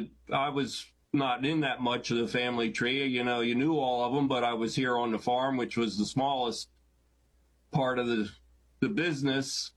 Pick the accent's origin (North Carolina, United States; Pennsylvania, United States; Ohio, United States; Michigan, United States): Pennsylvania, United States; Douglassville; From Douglasville, PA.